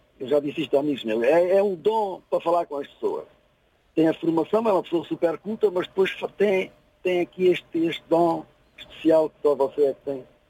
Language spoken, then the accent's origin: Portuguese; Estremoz, Évora, Portugal; born there; Em Estremoz mesmo, em Santa Maria.